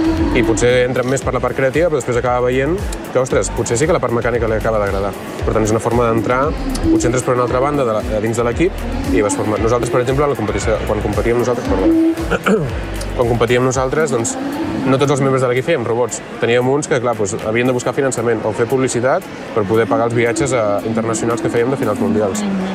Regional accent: Mont-ras, Catalonia, Spain; Soc de Mont-ras, mm-hmm. I per tant quedava molt a prop

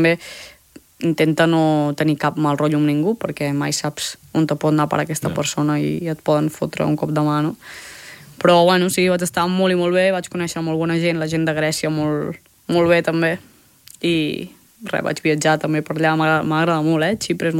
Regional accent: Catalonia, Spain; moved away; sóc catalana, sóc d'aquí

